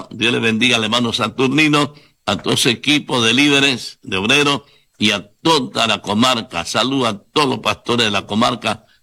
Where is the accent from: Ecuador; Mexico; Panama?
Panama; Puerto Armuelles, Chiriquí; moved away; A los hermanos de Puerto Amuelles, bendición a todos allá. La gente linda de mi pueblo.